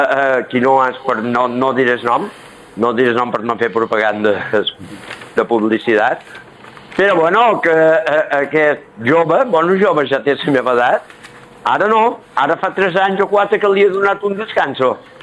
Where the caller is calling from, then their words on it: Menorca, Balearic Islands, Spain; el que ens identifica un poc com a menorquins